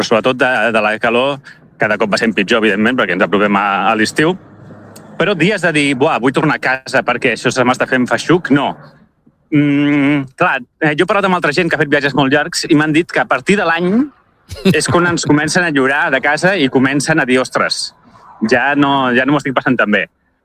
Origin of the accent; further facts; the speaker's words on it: Esplugues de Llobregat, Catalonia, Spain; also born or lived in Terrassa; jo vaig viure a Terrassa 2 anys, però jo sóc d'Esplugues de la vida, Esplugues de Llobregat.